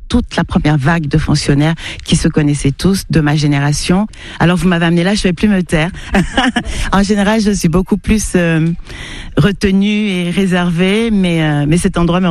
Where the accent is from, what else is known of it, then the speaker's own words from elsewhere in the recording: Douala, Littoral, Cameroon; also born or lived in Mbam, Cameroon; Et hormis quelques voyages, Douala c'est ma ville, c'est ici que j'ai grandi, c'est ici que j'ai mes plus grandes attaches, toutes mes premières fois, c'est ici que j'ai découvert la littérature, c'est vraiment la ville qui est dans mon cœur